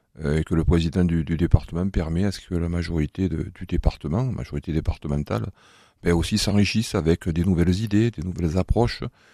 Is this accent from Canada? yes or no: no; Provence-Alpes-Côte d'Azur, France; accent: Var accent; Je suis attaché au Var parce que mon accent le démontre déjà. On va dire, il n'est pas commun.